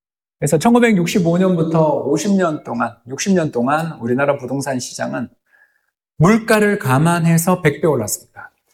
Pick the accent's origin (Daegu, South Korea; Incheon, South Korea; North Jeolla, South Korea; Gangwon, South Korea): Daegu, South Korea; 제가 대구 사람입니다. 대구하고도 대구 남구 대명동에 사는데요.